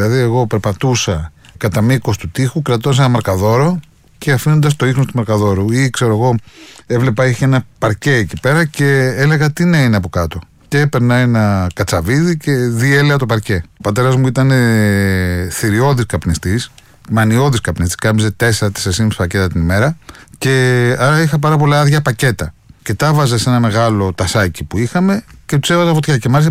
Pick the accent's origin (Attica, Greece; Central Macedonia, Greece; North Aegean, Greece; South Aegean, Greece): Attica, Greece; Athens; born there; Γεννήθηκα στο Μευτήριο Έλενα στην Αθήνα στις 3 Αυγούστου 1966.